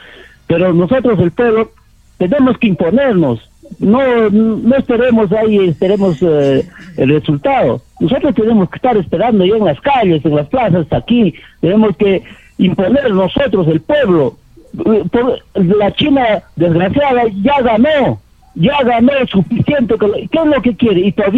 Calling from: Peru; los peruanos

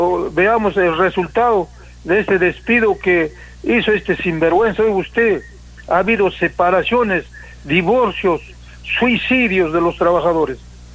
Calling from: Peru; Nosotros como peruanos

